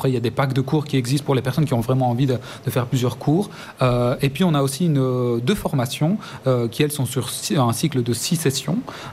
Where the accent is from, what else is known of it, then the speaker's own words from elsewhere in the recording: Belgium; Oui, c'est ça, j'ai grandi à Anu, du coup dans la campagne Esbignon. Et c'est vrai que moi j'ai grandi beaucoup à l'extérieur.